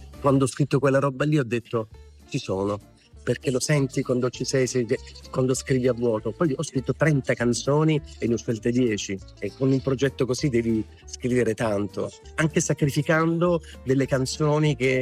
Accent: Apulia, Italy; Io sono pugliese

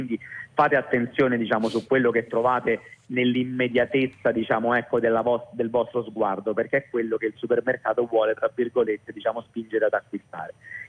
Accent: Rome, Lazio, Italy; io adesso parlo da romano

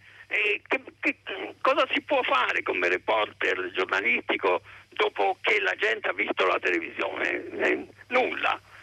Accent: Tuscany, Italy; Poi sono anche toscano

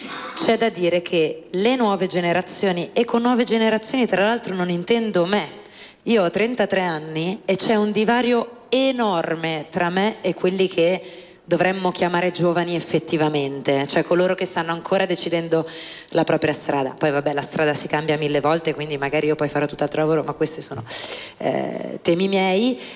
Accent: Milan, Lombardy, Italy; Io sono milanese e vivo in un quartiere centrale

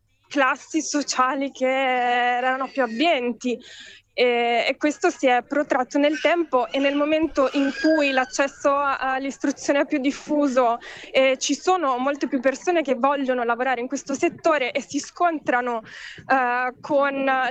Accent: Venice, Veneto, Italy; Allora, io oggi sono a Napoli, sì, un po' per motivi di prestigio che personali, perché vengo da Venezia.

